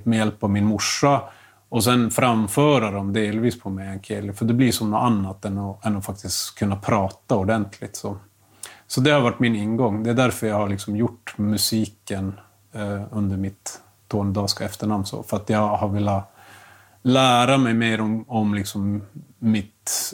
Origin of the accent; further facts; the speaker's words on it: Norrbotten County, Sweden; jag växte upp i Malmfälten och då var det som att meänkieli var ju ett låtsaspråk och ansågs inte tillräckligt fint. För man skulle lära sig svenska, för det gav ju liksom mat på bordet i princip. Så jag har ju liksom hört språk och alltid haft det nära.